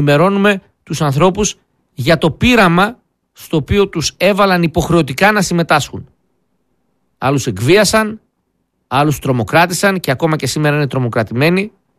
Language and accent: Greek; Pyrgos Dirou, Peloponnese, Greece; Αγωνιστικούς χαιρετισμούς στην πατρίδα μου, εκεί κάτω στη μακρινή Μάνη.